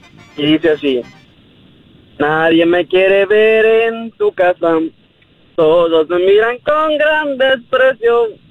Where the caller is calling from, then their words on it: Honduras; Trabajamos en el Trin y soy de Honduras.